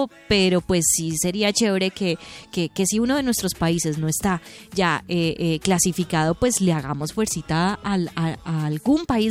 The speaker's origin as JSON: {"language": "Spanish", "country": "Colombia", "said": "como somos nosotros los colombianos"}